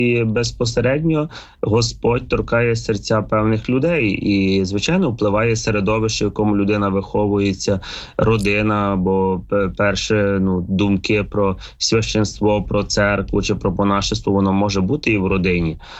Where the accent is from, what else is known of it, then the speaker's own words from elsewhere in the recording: Lviv, Lviv Oblast, Ukraine; я сам львів'янин, закінчував 85-ту школу на Симоненка.